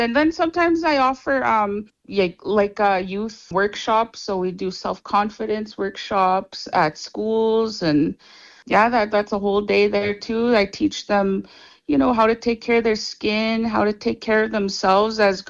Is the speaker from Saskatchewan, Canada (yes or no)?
yes; Saskatchewan, Canada; now in Saskatoon, Canada; I'm from Red Pheasant First Nation.